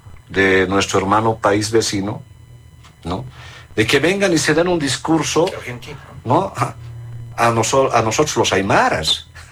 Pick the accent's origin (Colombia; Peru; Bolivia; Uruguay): Bolivia; nos identificamos como bolivianos.